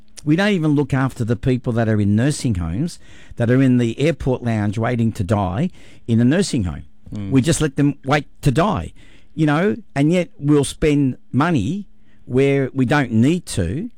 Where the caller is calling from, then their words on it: Australia; Because I feel that I'm an Australian